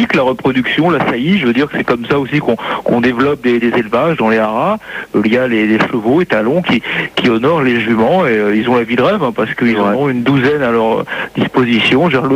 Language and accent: French; Algeria; moi j'y suis déjà allé dans un centre EPEC pour monter des dromadaires dans mon pays que je viens d'Algérie.